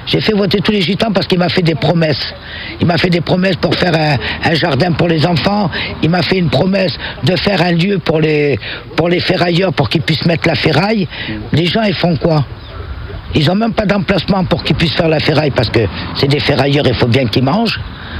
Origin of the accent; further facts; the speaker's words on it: Manosque, Provence-Alpes-Côte d'Azur, France; born there; nous, les gens du voyage. Et pourtant, on est français. Moi, je suis né à Manosque, j'ai 67 ans.